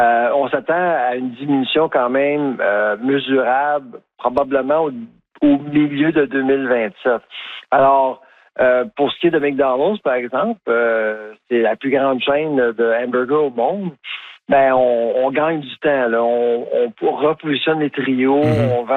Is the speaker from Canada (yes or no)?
yes; Quebec, Canada; now in Nova Scotia, Canada; Ben moi, je suis Québécois, mais je vis pas au Québec.